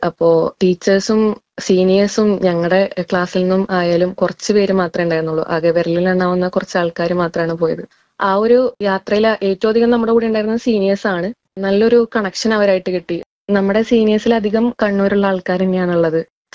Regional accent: Thrissur, Kerala, India; ഞാൻ കണ്ണൂർ സർവകലാശാലയുടെ സ്വാമി Anandatheertha ക്യാമ്പസിലെ MA music 1st വർഷ വിദ്യാർത്ഥിനിയാണ്. എന്റെ സ്വന്തം നാട് തൃശ്ശൂരാണ്.

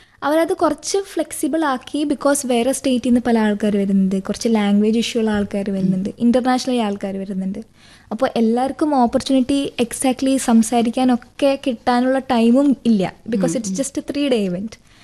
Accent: Kerala, India; ഞാൻ പറഞ്ഞു, ഞാൻ മലയാളിയാണ്, കണ്ടാൽ തോന്നിട്ടുണ്ടെങ്കിൽ എനിക്ക് ഹിന്ദി അറിയാം.

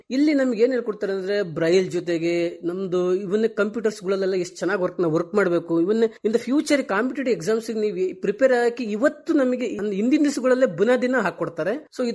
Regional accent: Karnataka, India; moved away; ನಾನು ಒಂದು ಕೃಷಿ ಕುಟುಂಬದಿಂದ ಬಂದಿದ್ದು. ಆ ಊರು ನೆಟ್ಟೇಕೆರಹಳ್ಳಿ ಅಂತೇಳಿ, ಒಂದು ಚಿಕ್ಕಮಗಳೂರು ನಿಯರ್ ಬೈ ಇರೋ ಅಂತ ಊರು.

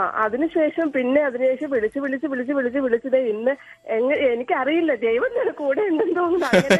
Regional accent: Thiruvananthapuram, Kerala, India; now in Paravur, India; തിരുവനന്തപുരത്താണ് എന്റെ നാട്.

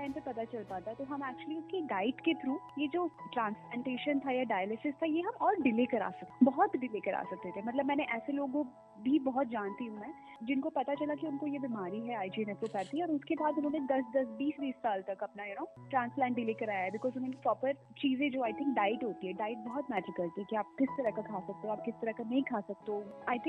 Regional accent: Assam, India; born there; now in Bangalore, India; मेरे father air force में थे, तो मेरा जन्म आसाम में हुआ था और मैं डिफरेंट स्टेट्स में बड़ी हुई हूँ।

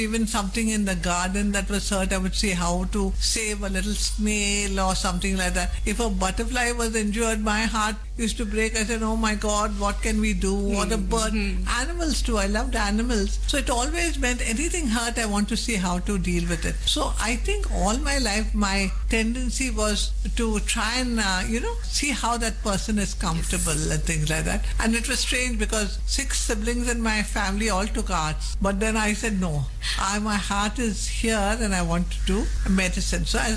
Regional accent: Karnataka, India; English is a second language; they were surprised that I could even speak English because I came from Karnataka, wondering which part I came from.

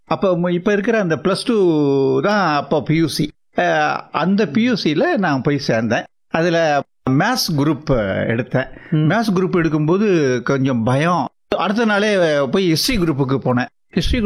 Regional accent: Pirandipatti, Tamil Nadu, India; also born or lived in Melur; now in Madurai, India; என்னுடைய சொந்த ஊர் பிரண்டிப்பட்டி, அதாவது மேலூர் தாலுக்காவில் கொடுக்கம்பட்டி கிராமத்தில் உள்கடை கிராமம் எங்கள் ஊர். ஒரு ரிமோட் வில்லேஜ்னு சொல்லலாம்.

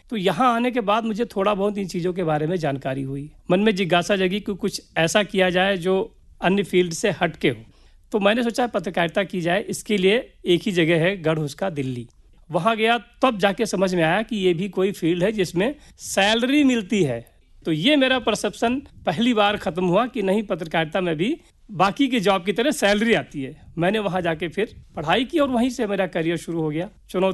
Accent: Gonda, Uttar Pradesh, India; अगर मैं अपने शहर को देखता हूं, जहां से मैं आता हूं, मेरा शहर है गोंडा, जो यूपी का काफी पिछड़ा हुआ इलाका, तब तो बहुत था, आज भी वो पिछड़े इलाकों में ही नाम आता है।

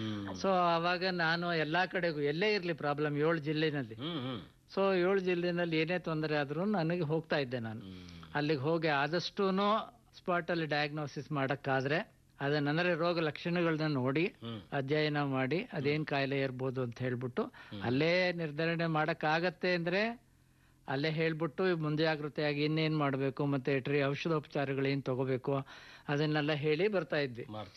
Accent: Bangalore, Karnataka, India; also born or lived in Chikka Hejjaji, Doddaballapur taluk / Belgaum; ನಾನು actually ಬೆಂಗಳೂರಿನವನು, Bengaluru district ಅಲ್ಲಿ ಚಿಕ್ಕ ಹೆಜ್ಜಾಜಿ ಅಂತ ದೊಡ್ಡಬಳ್ಳಾಪುರ ತಾಲೂಕಿನಿಂದ ನಾನು ಹುಟ್ಟಿ ಬೆಳೆದಿರೋದು. ಆದರೂ ಕೂಡ ನಗರದಲ್ಲಿನೇ ನಂದು ಬೆಳವಣಿಗೆ ಎಲ್ಲ, ನನ್ನ ಚೈಲ್ಡ್ಹುಡ್ ಆಗಲಿ ಕಾಲೇಜ್ ಡೇಸ್ ಅಲ್ಲಿ ಎಲ್ಲಾನು ಇಲ್ಲೇ ಕಳೆದಿರೋದು.

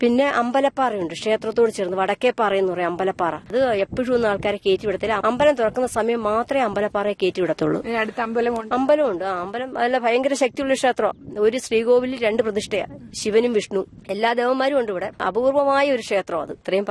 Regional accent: Kerala, India

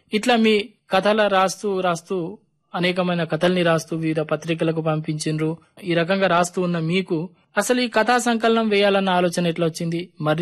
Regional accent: Adilabad district, Telangana, India

